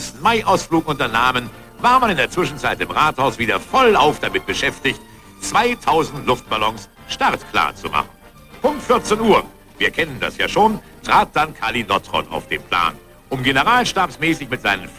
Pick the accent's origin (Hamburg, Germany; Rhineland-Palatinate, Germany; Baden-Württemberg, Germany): Hamburg, Germany; ich bin Hamburger, ja.